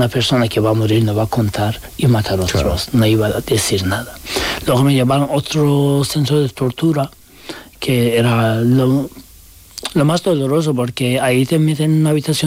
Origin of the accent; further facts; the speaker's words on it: Turkey; Spanish is a second language; now in Spain; Y especialmente cuando eres inmigrante y LGBTI, de igual que seas también turco, porque digo, soy turco y podía pasar más fácil que el otros muchos